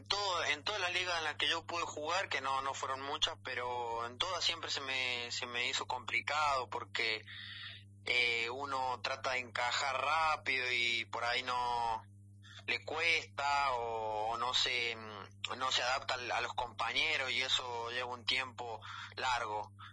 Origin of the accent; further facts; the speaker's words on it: Argentina; moved away as an adult; now in Venezuela; somos argentinos los tres